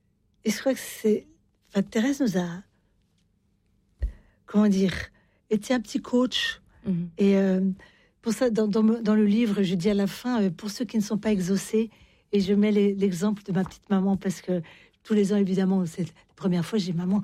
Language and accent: French; France; Enfin, je suis française aussi